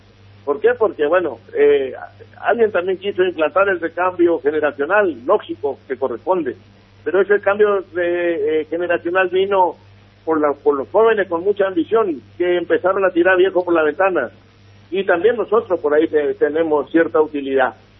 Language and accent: Spanish; Chaco, Argentina; nuestra provincia del Chaco